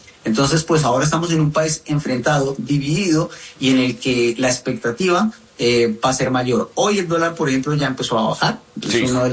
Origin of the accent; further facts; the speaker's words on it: Colombia; la percepción que tiene uno como colombiano